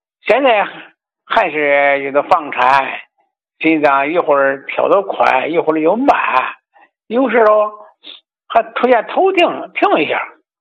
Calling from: Shijiazhuang, Hebei, China; 我是石家庄桥西区的。

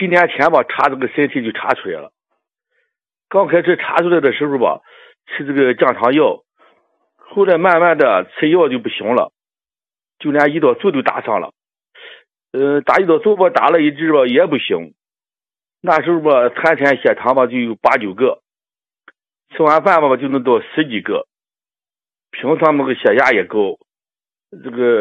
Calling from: Qingdao, Shandong, China; 嗯，王老师，我是山东青岛的老朋友了。

